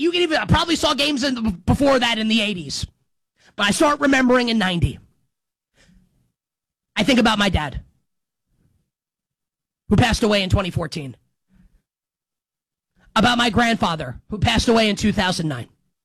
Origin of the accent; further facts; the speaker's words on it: New York, United States; And I don't want to turn this in just all New York, but I'm from New York, right?